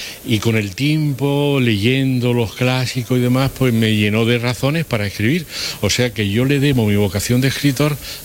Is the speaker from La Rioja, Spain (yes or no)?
no; Úbeda, Andalusia, Spain; Pero mi vínculo y mi unión con mi pueblo es verdaderamente excepcional. Y no lo digo porque esté en un medio televisivo que es de Úbeda, sino porque los que somos de Úbeda no sé lo que nos pasa.